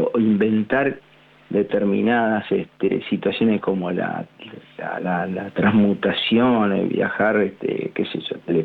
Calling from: Buenos Aires, Argentina; de Belgrano

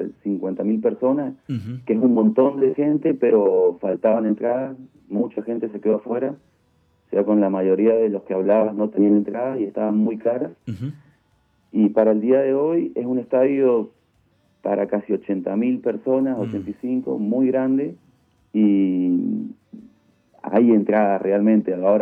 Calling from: San Rafael, Mendoza, Argentina; yo vivo en San Rafael, Mendoza.

